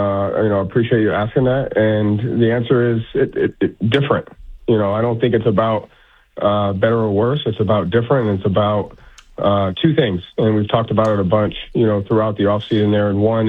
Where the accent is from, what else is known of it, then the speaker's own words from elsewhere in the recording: New England, United States; I mean, you know, we're all from New England. You know, we all grew up being short being relatively a-holes.